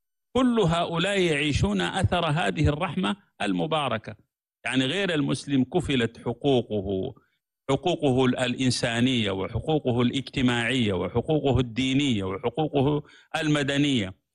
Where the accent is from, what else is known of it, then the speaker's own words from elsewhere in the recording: Sudan; فانا سوداني بمنطق وطن الجغرافيا، افريقي بمنطق وطن الجوار، وانتمي الى الامه العربيه بمنطق اللسان من المحيط الى الخليج، وانتمي الى الامه الاسلاميه بمنطق العقيده من طنجه الى جاكرتا،